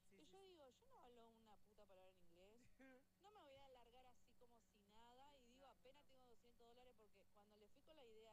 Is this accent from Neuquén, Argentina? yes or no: yes; Neuquén, Argentina; moved away as an adult; now in Seattle, United States; yo soy del barrio, nací y me crié en Neuquén, soy del barrio Confluencia. En realidad nací en Mario Moreno, pero después nos mudamos a Confluencia. Viví toda mi vida ahí hasta los 25 años. Fui al colegio Don Bosco